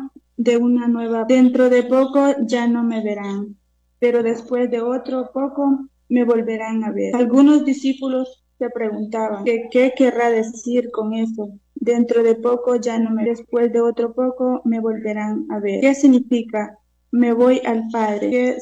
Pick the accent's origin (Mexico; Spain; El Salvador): El Salvador; soy de El Salvador.